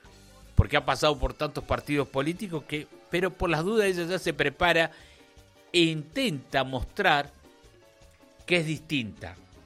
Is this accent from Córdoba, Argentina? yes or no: no; Tierra del Fuego, Argentina; ¿Saben cuántas noches de vigilia hemos pasado en mi Tierra del Fuego para conmemorar el 2 de abril?